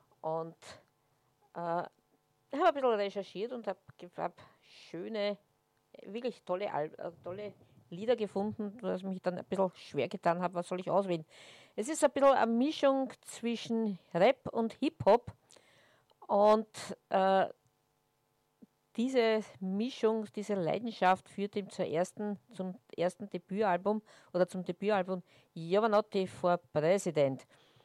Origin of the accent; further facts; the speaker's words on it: Vienna, Austria; mein Herz ist auch ein offenes Buch, das, dafür sind wir Wiener ja bekannt